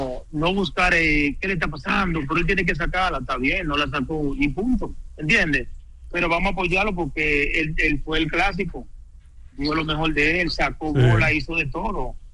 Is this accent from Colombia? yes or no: no; Dominican Republic; Soy dominicano